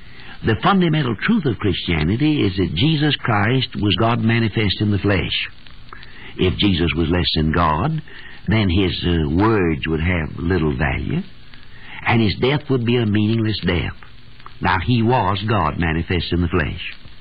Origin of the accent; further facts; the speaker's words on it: United States; I'm an American citizen.